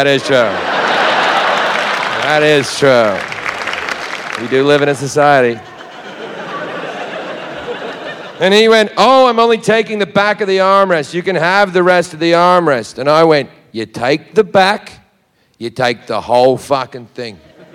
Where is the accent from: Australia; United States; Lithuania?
Australia; And I was like, that's the British. I'm Australian, you fucking racist.